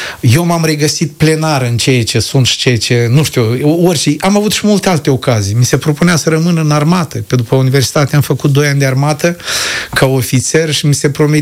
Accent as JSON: {"language": "Romanian", "town": "Fârlădeni", "region": "Căușeni District", "country": "Moldova", "tie": "born or raised there", "also_born_or_lived": "Tiraspol", "moved": "as an adult", "said": "În satul meu, din fârlădenii mei, din Căușeni, dar eu sunt din Șesu Popii de la Fârlădeni"}